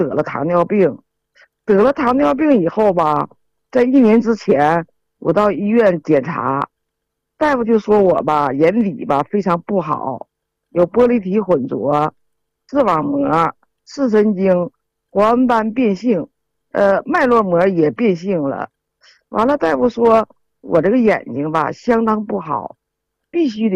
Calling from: Shenyang, Liaoning, China; 我是沈阳的，今年78了。

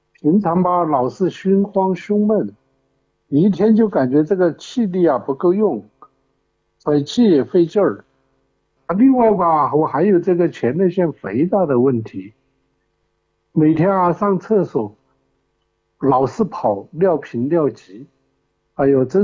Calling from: Chongqing, China; 我是重庆的老病号了，今年73了

